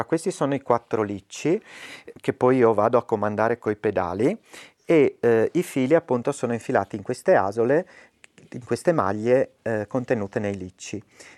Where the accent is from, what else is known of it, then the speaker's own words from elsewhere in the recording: Sauris, Friuli-Venezia Giulia, Italy; rimanere a Sauris